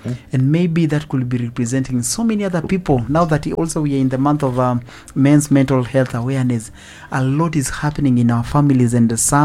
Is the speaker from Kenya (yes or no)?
yes; Karatina, Nyeri County, Kenya; from Karatina.